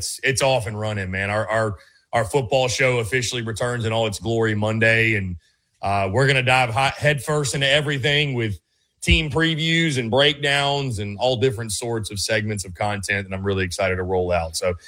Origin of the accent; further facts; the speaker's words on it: South Carolina, United States; now in Nashville, United States; I grew up in South Carolina, man. I was 2 hours from a beach.